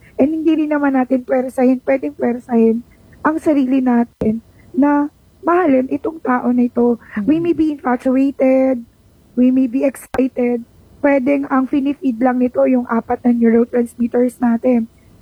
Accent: Calabarzon, Philippines; hindi rin natin sa amin sa Tagalog, sa Batangas, hindi natin makarok.

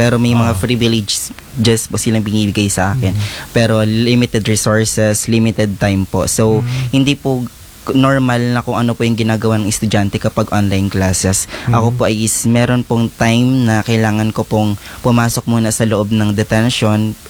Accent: Gloria, Mimaropa, Philippines; now in Bansud, Philippines; Ako po ay taga Gloria Oriental Mindoro po.

